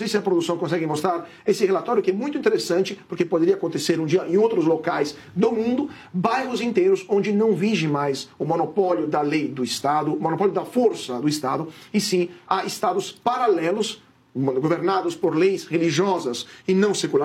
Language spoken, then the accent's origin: Portuguese; Italy; Portuguese is a second language; now in Brazil; Citando apenas o meu país, a Itália, né, de onde eu venho